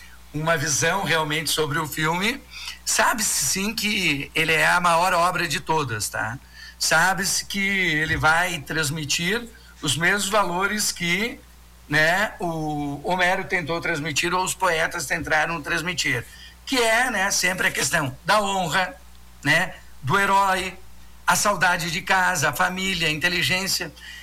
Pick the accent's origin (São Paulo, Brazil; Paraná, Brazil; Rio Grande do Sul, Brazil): Rio Grande do Sul, Brazil; Caxias do Sul; eu sou de Caxias do Sul